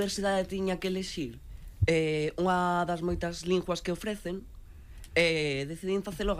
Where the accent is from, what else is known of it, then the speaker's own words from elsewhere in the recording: Madrid, Community of Madrid, Spain; Galician is a second language; De Madrid, Madrid son de Vallecas